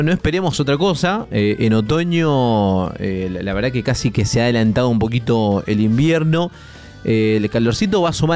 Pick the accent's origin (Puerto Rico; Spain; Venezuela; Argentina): Argentina; Mendoza; uno como mendocino